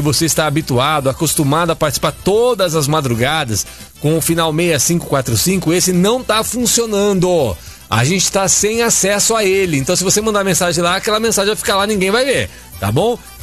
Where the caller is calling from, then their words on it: São José do Rio Preto, São Paulo, Brazil; é isso? Sou de São José do Rio Preto, trabalho no CEASA